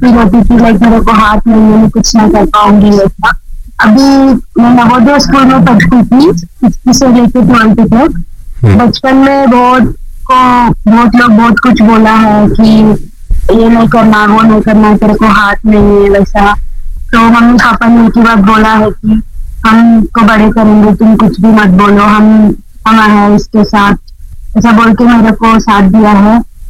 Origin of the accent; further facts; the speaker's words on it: Andhra Pradesh, India; मैं आंध्र प्रदेश से हूं